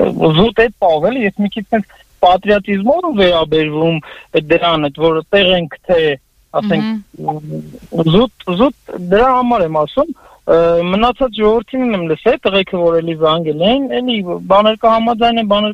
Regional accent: Nagorno-Karabakh, Azerbaijan; ես Արցախից եմ

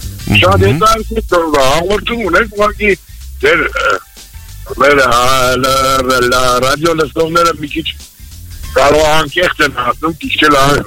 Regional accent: Yerevan, Armenia; բայց Հայաստանը դեռ չկա, ես ինքս Երևանից եմ

